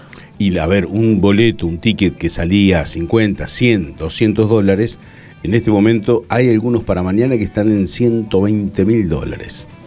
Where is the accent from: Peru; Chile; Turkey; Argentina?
Argentina